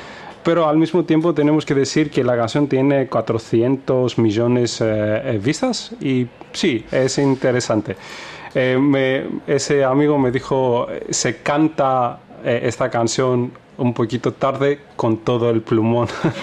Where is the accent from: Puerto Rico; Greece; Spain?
Greece; Spanish is a second language; moved away as an adult; now in Stuttgart, Germany; soy de Grecia. Llevo más o menos 8 años viviendo en Stuttgart.